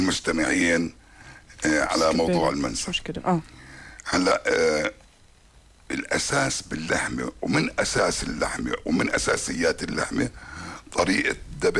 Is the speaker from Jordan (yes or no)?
yes; Jordan; أصل الجميد عندنا بالأردن من الكرك